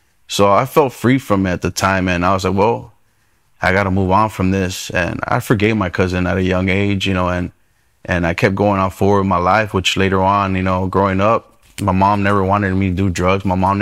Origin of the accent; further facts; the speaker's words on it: California, United States; also born or lived in Los Angeles, California; Growing up in the Land Empire after we moved from Los Angeles, I was about 5 years old.